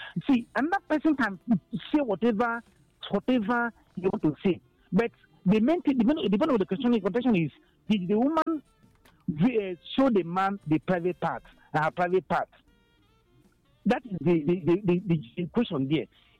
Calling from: Enugu, Enugu State, Nigeria; I'm calling from Enugu.

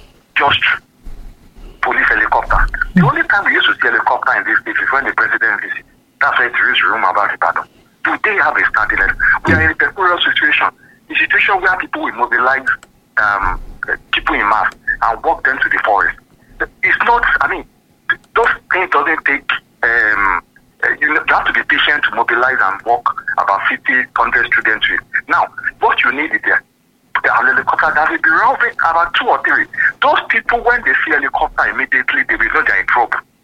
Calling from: Oyo, Nigeria; I'm calling from Kolaba.

